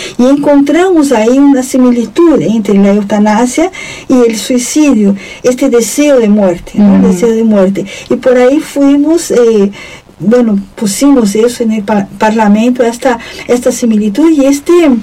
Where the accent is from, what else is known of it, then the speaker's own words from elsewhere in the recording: Brazil; Spanish is a second language; now in Uruguay; Y yo, el hecho de que soy brasileña, yo pensaba, pa, ¿qué estoy haciendo acá en el parlamento uruguayo, ¿no?